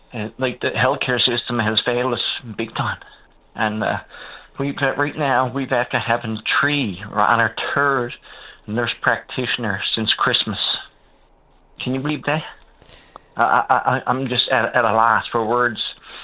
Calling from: Bell Island, Newfoundland and Labrador, Canada; I'm calling from Bell Island and sheer desperation.

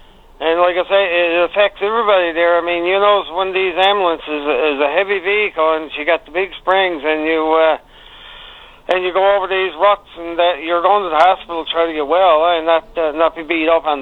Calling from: Rock Harbour, Newfoundland and Labrador, Canada; I'm calling from Bjorn Peninsula again here in Rock Harbor

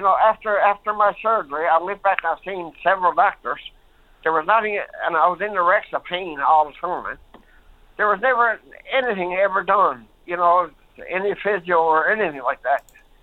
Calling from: St. Lawrence, Newfoundland and Labrador, Canada; I'm calling from St. Lawrence.

